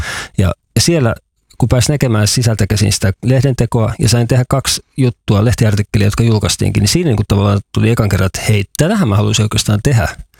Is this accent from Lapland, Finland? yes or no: no; Vantaa, Uusimaa, Finland; now in Kainuu, Finland